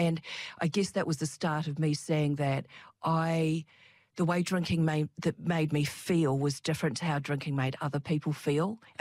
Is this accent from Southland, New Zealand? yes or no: no; Christchurch, Canterbury, New Zealand; born or raised there; also born or lived in Sydney